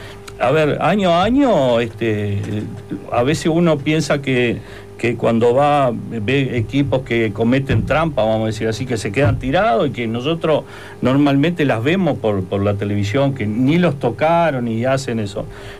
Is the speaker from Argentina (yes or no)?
no; Uruguay; me dolió lo de Uruguay, obviamente, como uruguayo.